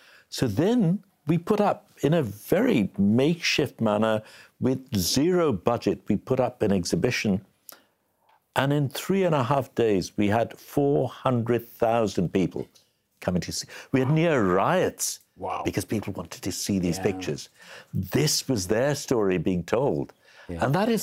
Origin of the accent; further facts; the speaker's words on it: Bangladesh; I'm from Bangladesh.